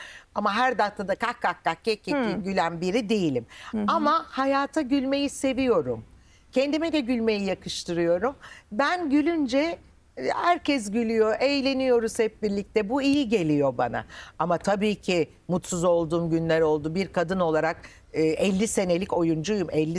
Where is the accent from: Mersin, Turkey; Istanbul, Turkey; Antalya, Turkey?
Istanbul, Turkey; O yıldan bir de ben Büyükadalıyım. Büyükada'daki anılarım var, sanatçılarla anılarım var. Kendi İstanbulluyum doğma büyüme, o İstanbul'la bu İstanbul arasındaki farklar var.